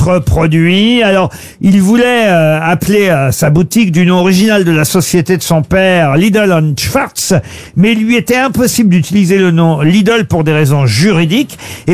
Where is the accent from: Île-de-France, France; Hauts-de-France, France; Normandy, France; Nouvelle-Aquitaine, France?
Normandy, France; Non, d'abord on l'offre, on est normand.